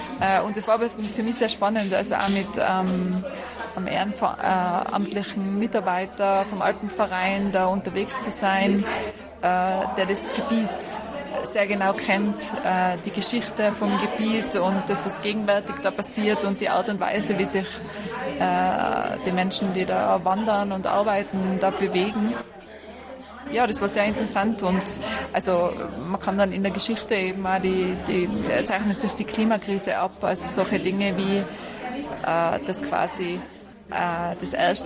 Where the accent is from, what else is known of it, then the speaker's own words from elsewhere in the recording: Tyrol, Austria; ich bin zum Beispiel in Tirol aufgewachsen